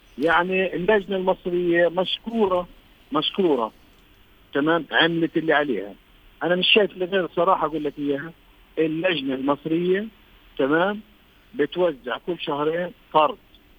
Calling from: Gaza, Gaza Strip, Palestine; أنا من غزة.

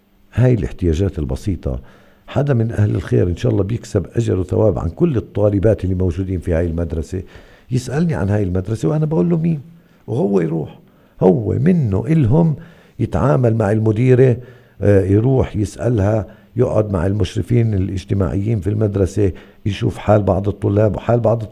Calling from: Gaza, Gaza Strip, Palestine

